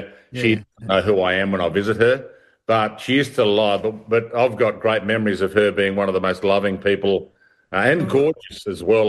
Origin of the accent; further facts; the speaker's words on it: Australia; as an Australian kid growing up